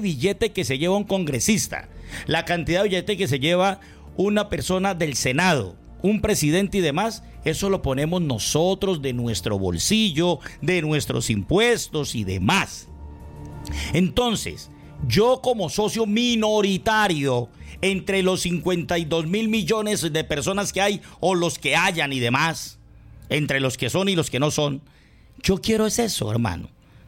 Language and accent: Spanish; Colombia; se lo estoy hablando como colombiano